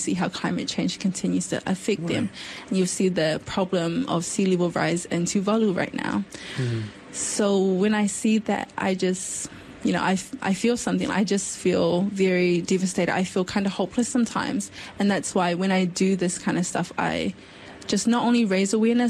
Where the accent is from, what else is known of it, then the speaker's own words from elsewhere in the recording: New Zealand; born there; I guess as a Kiwi, as someone being born in New Zealand, I'm proud of just being able to be proud of my identity. As a Samoan, that's probably my answer.